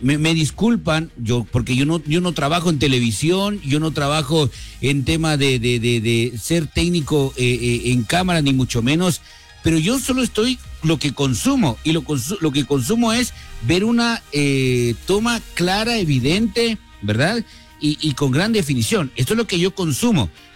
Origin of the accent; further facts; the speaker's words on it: Guatemala; somos los chapines